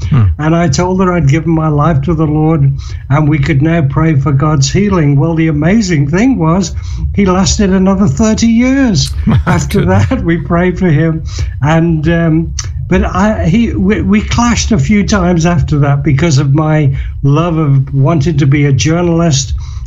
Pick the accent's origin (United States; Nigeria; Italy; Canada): Nigeria; born there; I was born in Nigeria back in 1940. My mum and dad were from Liverpool, and they had actually met at a language school in a place called Minna in Nigeria, fell in love, got married in Kano, and I came along on December the 19th, 1940.